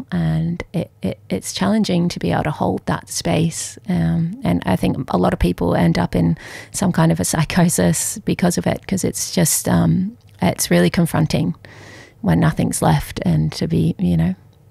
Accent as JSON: {"language": "English", "town": "Melbourne", "region": "Victoria", "country": "Australia", "tie": "born or raised there", "moved": "yes", "said": "growing up in Melbourne"}